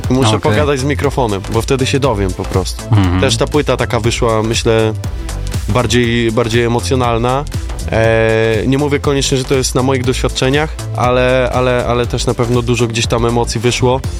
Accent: Łódź, Łódź Voivodeship, Poland; ale jestem bardzo dumny z tego, że jestem z Łodzi. I nie wyobrażam sobie żyć chyba poza moim miastem na ten moment.

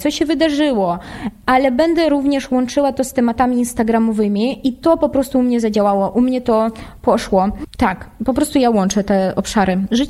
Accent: Russia; Polish is a second language; now in Poland; przez kilka lat ja nie podkreślałam tego, że jestem Rosjanką. Tak, ja mówię płynnie po polsku, ale ten akcent po pierwsze można zawsze rozpoznać, po drugie, no jednak to jest część mojej historii.

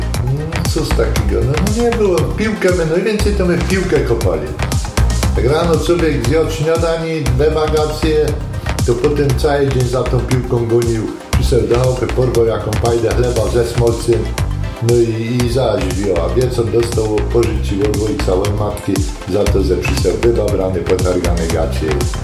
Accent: Cięcina, Silesian Voivodeship, Poland; Ja pochodzę z Cięciny, tam był potok taki, nazywał się Cięcinka.

